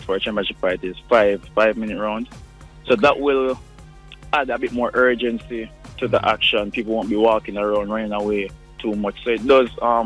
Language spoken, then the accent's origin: English; Kingston, Jamaica; born there; also born or lived in Spanish Town; I was born in Kingston. I was in Almanton for a while, moved to Spanish Town, and now I'm back in Kingston.